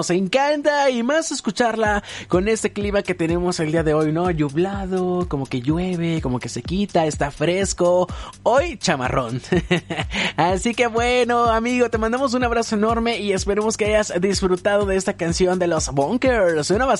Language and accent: Spanish; Mexico